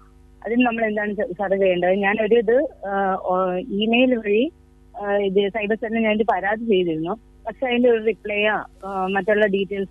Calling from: Aryanad, Kerala, India; ഞാൻ തിരുവനന്തപുരം ആര്യനാട് നിന്നാണ് വിളിക്കുന്നത്.

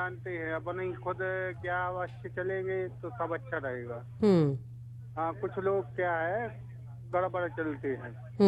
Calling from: Banda, Madhya Pradesh, India; बंडा वेली जिला सागर मध्य प्रदेश

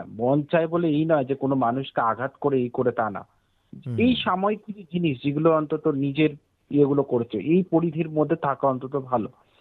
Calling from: Kolkata, West Bengal, India; আমি কলকাতার থেকে

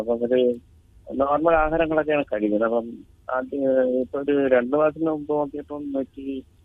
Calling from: Kadakkal, Kerala, India; ഞാൻ കൊല്ലം ജില്ലയിൽ കടയ്ക്കൽ നിന്നാണ്.

